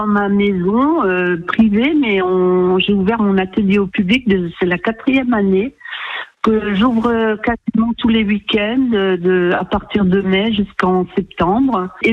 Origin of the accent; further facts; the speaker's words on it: Grand Est, France; now in Liverdun, France; je suis née en Moselle.